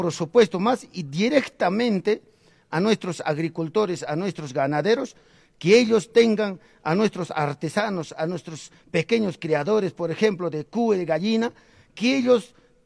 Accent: Challhuahuacho, Apurímac, Peru; Soy natural de Chalhuahuacho, soy comunero calificado de la comunidad más grande de Chalhuahuacho, comunidad campesina de Carmen Alto.

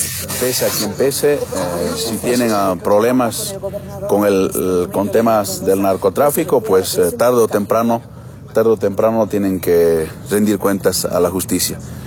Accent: Bolivia; acá, independientemente en nuestro territorio nacional, como bolivianas y bolivianos

